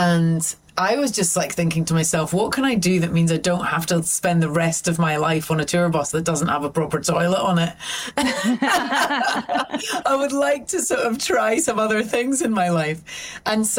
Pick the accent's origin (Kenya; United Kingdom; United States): United Kingdom; St Andrews, Scotland; born or raised there